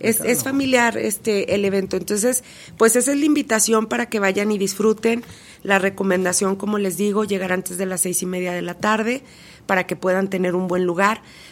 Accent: Mexico

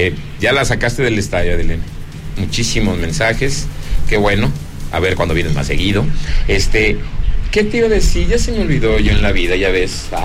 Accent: Zacatecas, Mexico; Estamos en mi tierra, Zacatecas.

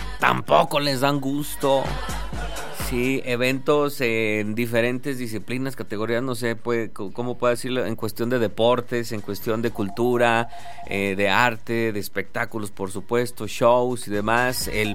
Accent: Mexico

